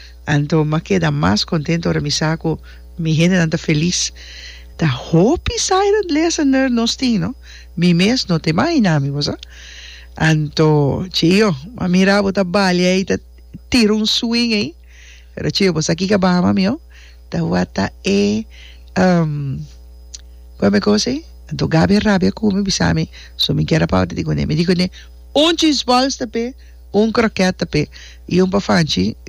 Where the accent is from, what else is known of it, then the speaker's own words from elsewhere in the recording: Costa Rica; now in Aruba; me te pones aquí especialmente para mi comadrita que te pisa, soy tica.